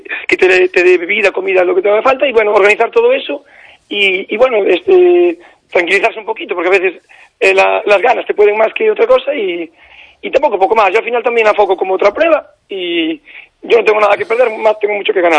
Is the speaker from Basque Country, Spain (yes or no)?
no; Bertamiráns, Galicia, Spain; now in O Milladoiro, Spain; tengo aquí el centro, pero soy de Berta Mirán. Mis padres viven en Berta Mirán, me crié en Berta Mirán. Y es mi tierra